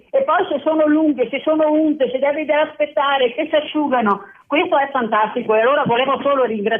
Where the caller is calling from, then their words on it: Mel, Veneto, Italy; Non sono proprio da Belluno, sono da Mel, in provincia di Belluno.